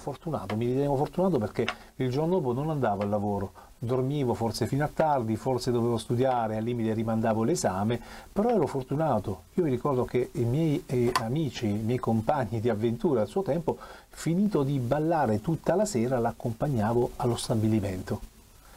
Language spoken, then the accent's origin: Italian; Taranto, Apulia, Italy; anche io ho detto … ma non vengo da Assisi, anche io sono di Taranto